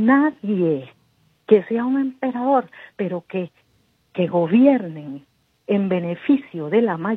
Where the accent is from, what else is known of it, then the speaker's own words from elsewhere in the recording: Costa Rica; born there; nací en este país